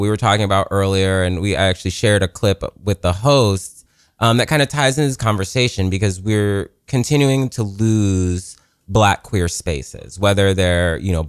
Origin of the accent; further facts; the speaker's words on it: Columbus, Ohio, United States; I'm from Columbus, Ohio